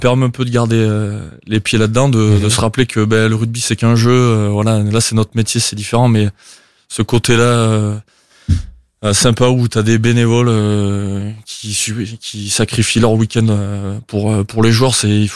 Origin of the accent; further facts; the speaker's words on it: Aurillac, Auvergne-Rhône-Alpes, France; born or raised there